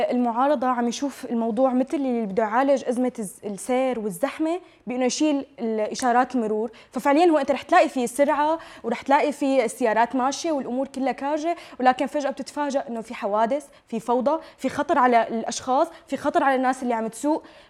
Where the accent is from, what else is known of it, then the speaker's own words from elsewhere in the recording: Syria; هذا الشيء ما بنختلف عليه كسوريين